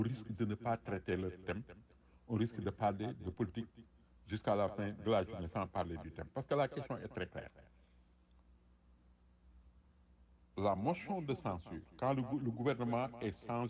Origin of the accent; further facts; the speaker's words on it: Senegal; je suis Sénégalais.